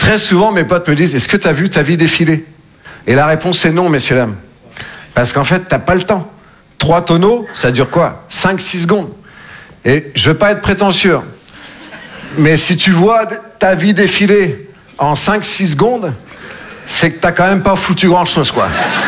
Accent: Nouvelle-Aquitaine, France; Moi, je viens des Deux-Sèvres. Je sais pas si vous connaissez. Entre la Vienne et la Vendée. Ça aide pas des masses, visiblement, quoi. Entre le Puy du Fou et le Futuroscope. Voilà, c'est au milieu.

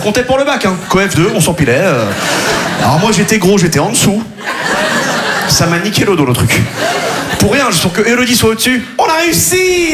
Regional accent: Quimperlé, Brittany, France; déjà, là d'où je viens à Quimperlé, on n'avait pas les sports cool.

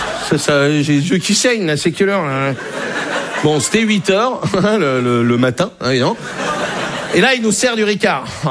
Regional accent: Brittany, France; Je suis breton. Hein, moi, j'ai été accepté en Bretagne.

